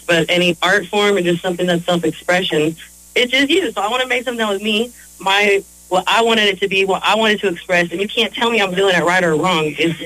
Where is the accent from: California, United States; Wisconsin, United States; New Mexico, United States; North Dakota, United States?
California, United States; Vallejo; Growing up in Vallejo, I mean, you know, there's so many rappers, and I was always a hip-hop head and grew up loving it.